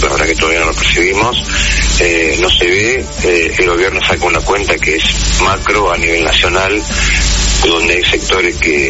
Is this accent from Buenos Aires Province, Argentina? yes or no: yes; Moreno, Buenos Aires Province, Argentina; yo soy de provincia de Buenos Aires, de Moreno.